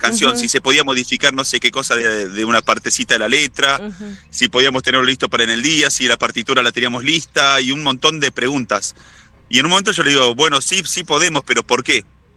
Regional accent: Villa Carlos Paz, Córdoba, Argentina; now in Villa Santa Cruz del Lago, Argentina; De Villa Carlos Paz. Ahora estoy viviendo en Villa Santa Cruz del Lago, pero soy nacido y criado en Villa Carlos Paz.

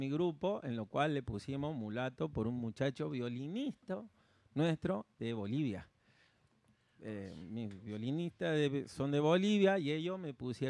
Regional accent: Iglesia Vieja, Argentina; Yo, o sea, soy de Iglesia Vieja, que está pegadito a Cerrezuela, límite de La Rioja.

